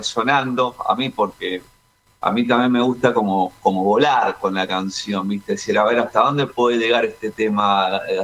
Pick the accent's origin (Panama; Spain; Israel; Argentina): Argentina; uno siempre se siente más cercano a Buenos Aires, ¿no? Que es como, nada, es parte de nuestro país, obviamente, pues, por más que estemos lejos en distancias